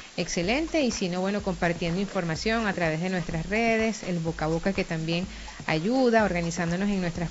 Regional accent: Venezuela; así que hay que honrar justamente ese compromiso como venezolanos.

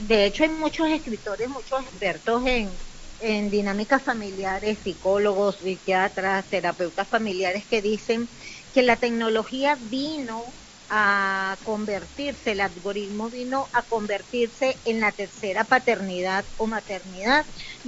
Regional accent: Venezuela; vamos a hablar específicamente de la identidad de lo que somos los venezolanos.

